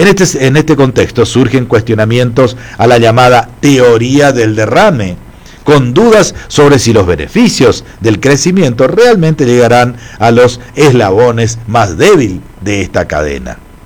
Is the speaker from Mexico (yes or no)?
no; Argentina; somos argentinos, tomamos mate.